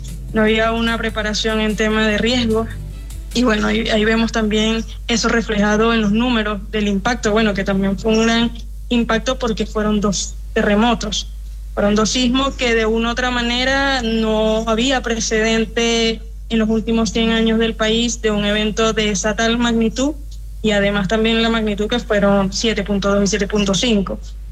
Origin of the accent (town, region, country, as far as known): Venezuela